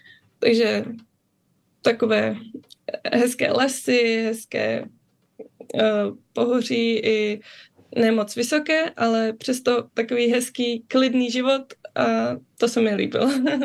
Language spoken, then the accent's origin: Czech; Germany; Takže docela jsem ráda, že jsem vyrůstala v Německu.